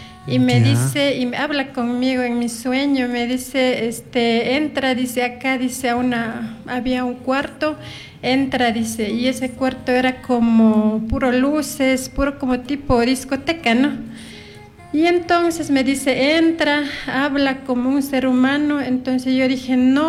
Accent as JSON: {"language": "Spanish", "town": "Guamote", "region": "Chimborazo", "country": "Ecuador", "tie": "born or raised there", "moved": "yes", "lives_now": "Quito, Ecuador", "said": "yo soy de Cantón Guamote. Y bueno, desde pequeña sí asistía a la iglesia evangélica allá en mi tierra, que en mi comunidad se llama Mercedes Cadena. Entonces, cuando era bien pequeñita, y bueno, de ahí luego ya me fui a vivir en Quito"}